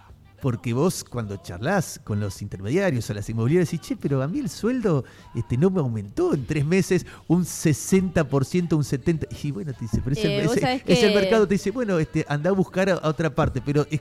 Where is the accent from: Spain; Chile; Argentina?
Argentina; somos muy argentinos en eso.